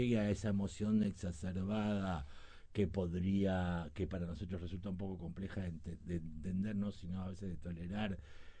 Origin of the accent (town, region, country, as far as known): Uruguay; also born or lived in Brazil